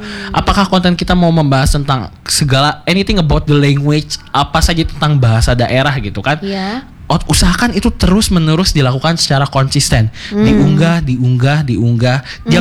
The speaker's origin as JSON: {"language": "Indonesian", "region": "West Java", "country": "Indonesia", "said": "Kita orang Sunda mungkin terkejut karena ketika berbicara bujur itu adalah bagian tubuh yang kurang pantas disebut di hadapan umum."}